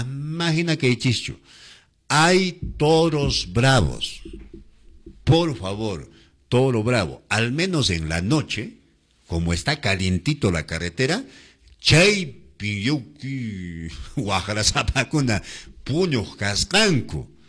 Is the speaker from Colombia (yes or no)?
no; Sicuani, Cusco, Peru; Saludos a mi tierra linda, la tierra de Sicuani lindo.